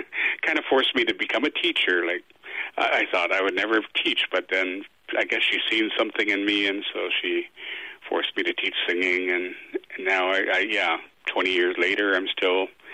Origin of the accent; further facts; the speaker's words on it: Vancouver, British Columbia, Canada; I was raised here in Vancouver, the youngest of 11 children, so... I became, I guess, very urbanized